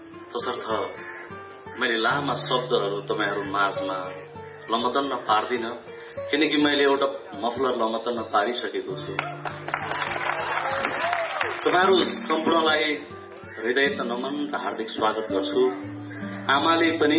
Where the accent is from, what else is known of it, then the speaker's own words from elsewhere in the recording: Gandaki Province, Nepal; मेरो थकाइ त्यही गाउँको थकाइ हो जहाँ एकापट्टिबाट चेपे बग्छ त्यो चेपे मेरोतिर आएन आएको भए अझै त्यो हरियाली हुन्थ्यो होला दरौदी बगेको ठाउँमा एउटा डाँडो बसिदियो